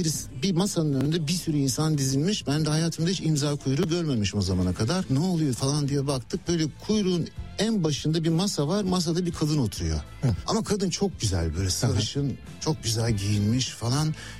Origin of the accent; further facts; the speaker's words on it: Istanbul, Turkey; Ben Beyoğlu çocuğum yani. Orada büyüdüm.